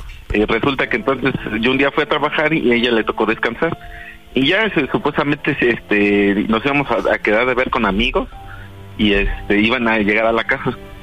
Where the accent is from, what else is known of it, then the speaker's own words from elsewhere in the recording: Oaxaca, Mexico; Tengo 25 años y soy aquí de Oaxaca.